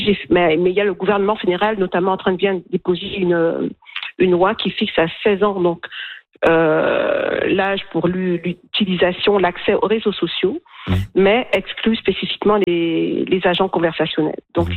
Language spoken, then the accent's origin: French; Quebec, Canada; moi je viens du Québec